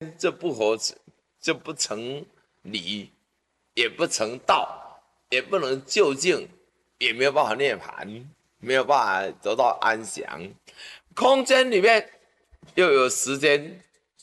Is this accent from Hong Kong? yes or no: no; Taiwan; 在我6年前快7年了，那时候我到纽西兰去，我们很多那时候我们台湾人。到纽西兰移民去了。